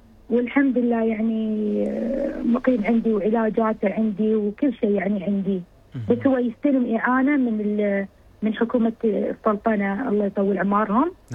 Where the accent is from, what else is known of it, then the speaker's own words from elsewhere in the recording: United Arab Emirates; فبعدين صارت أزمة شوية هني عندنا في الإمارات معينة كذي